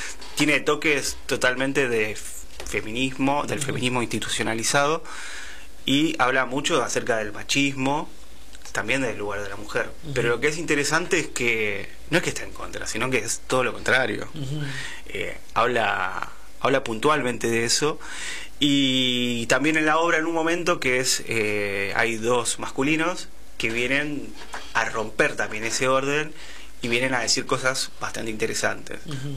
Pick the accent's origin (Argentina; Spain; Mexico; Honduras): Argentina; Berazategui, Buenos Aires Province; Somos todos de Berazategui. No, salvo una, el resto somos todos de Vera.